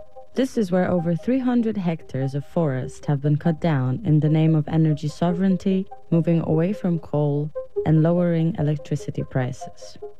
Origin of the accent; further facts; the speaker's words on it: Poland; English is a second language; a journalist born and raised in Poland